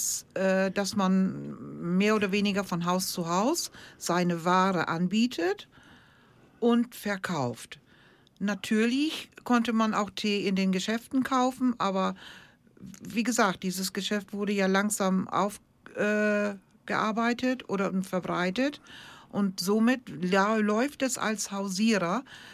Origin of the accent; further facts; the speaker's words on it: Frisia, Germany; Ich bin aus Friese und wir sprechen Plattdeutsch. Hochdeutsch können wir auch